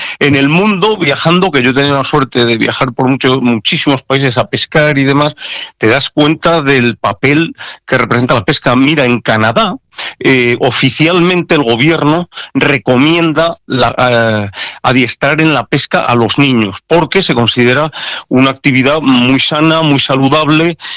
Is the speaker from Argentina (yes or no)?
no; Castile, Spain; Hoy día, tú y yo que somos castellanos